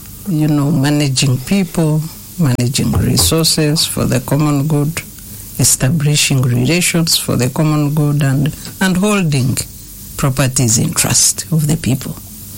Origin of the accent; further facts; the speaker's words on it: Western Region, Uganda; the kingdom would add value in Ankole. That's where I come from.